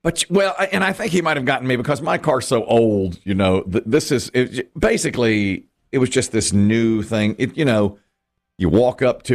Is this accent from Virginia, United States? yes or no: yes; Ashburn, Virginia, United States; As well, Wayne Thomas Chevrolet in Ashburn, my hometown, is considering doing some advertising.